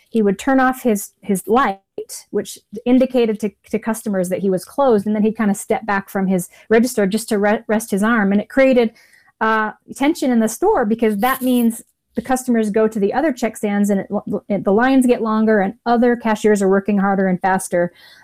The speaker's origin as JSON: {"language": "English", "region": "Utah", "country": "United States", "tie": "born or raised there", "also_born_or_lived": "Idaho / New York City", "moved": "as an adult", "said": "I couldn't afford life in New York City anymore. Moved back to my home state of Utah"}